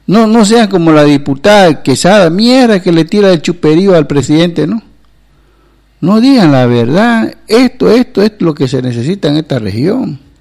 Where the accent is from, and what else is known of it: Beni, Bolivia